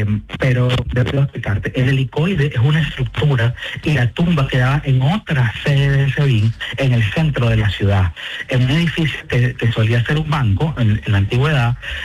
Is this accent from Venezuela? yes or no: yes; Venezuela; moved away as an adult; Bueno, yo me fui en el 2017 de Venezuela porque no soporté la presión de estar yendo cada semana siendo diputado